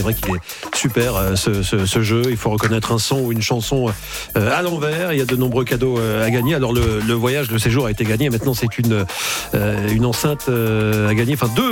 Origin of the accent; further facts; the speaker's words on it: Nancy, Grand Est, France; je suis de Nancy